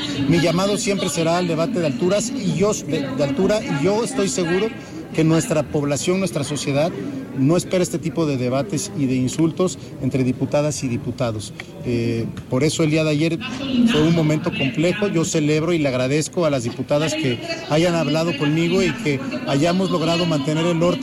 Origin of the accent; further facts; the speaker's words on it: Oaxaca, Mexico; Quienes vivimos y crecimos en Oaxaca, crecimos en un estado en el que la paz reinaba y por eso celebramos hoy este tipo de acciones.